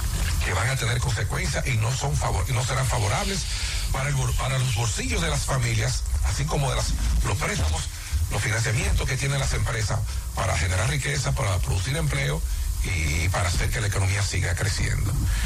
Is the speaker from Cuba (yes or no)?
no; Dominican Republic